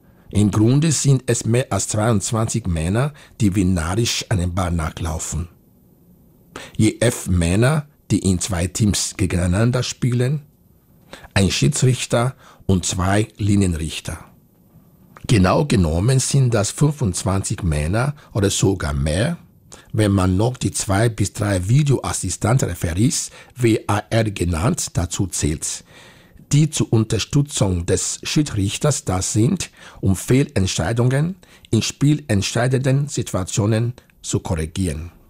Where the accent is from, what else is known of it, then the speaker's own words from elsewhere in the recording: Nigeria; now in Austria; Ein bisschen traurig bin ich übrigens schon, dass Nigeria, das Team meiner alten Heimat, wieder nicht dabei ist.